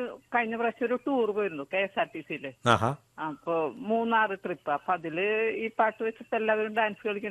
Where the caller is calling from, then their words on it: Thrissur, Kerala, India; ഞാൻ തൃശ്ശൂർന്നാണ് വിളിക്കുന്നത്.